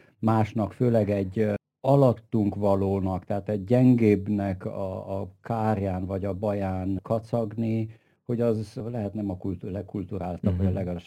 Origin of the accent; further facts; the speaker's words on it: Transylvania, Romania; És mi, mint erdélyiek, szerintem egy furcsa helyt vagyunk, mert itten összefolyt magyar, román, szláv, német, lengyel humor, zsidó humor